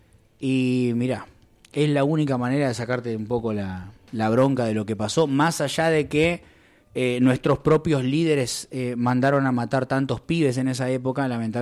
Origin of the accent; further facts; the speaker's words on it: Argentina; Y creo que somos tan argentinos nosotros